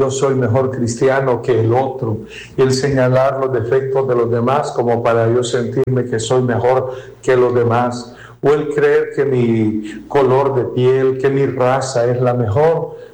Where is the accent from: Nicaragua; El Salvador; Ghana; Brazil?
El Salvador; como dicen aquí en mi país